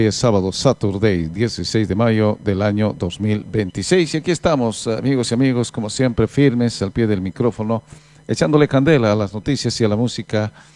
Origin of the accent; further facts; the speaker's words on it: Bolivia; hoy somos los bolivianos, los latinoamericanos, como nos llamamos, como nos denominan